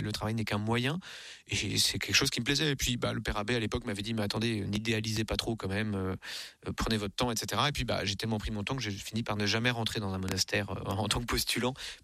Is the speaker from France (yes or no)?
yes; Versailles, Île-de-France, France; born there